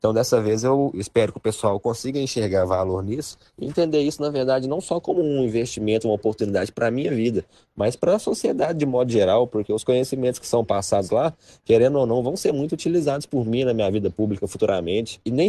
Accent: Pitangui, Minas Gerais, Brazil; Pitangui é um roteiro imprescindível de estar presente. Então, a minha tese é sempre essa, sempre impulsionar o lugar de onde eu vim, de onde eu cresci.

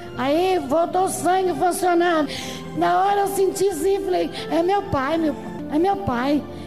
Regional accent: Guaraci, Brazil; Eu sou de Guaraci e eu tinha ansiedade para chegar aqui para todo mundo ouvir este testemunho.

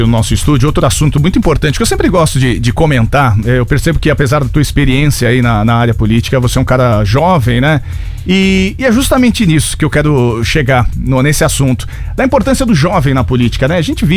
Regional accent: São Paulo, Brazil; now in Santo Antônio da Platina, Brazil; eu sou de São Paulo, capital

